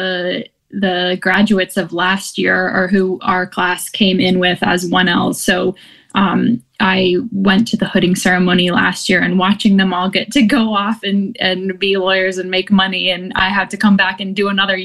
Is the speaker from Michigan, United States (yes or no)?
no; Durham, North Carolina, United States; I am from Durham, grew up in Durham. I live close to the school